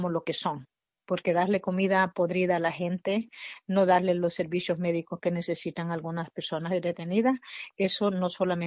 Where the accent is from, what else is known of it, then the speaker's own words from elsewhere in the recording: El Salvador; si la situación fuera a mejorar para nosotros como salvadoreños